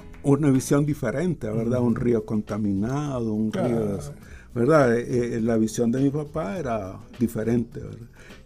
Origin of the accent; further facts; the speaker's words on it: Tegucigalpa, Francisco Morazán, Honduras; Este poema, para los que somos de Tegucigalpa, se llama Río Grande.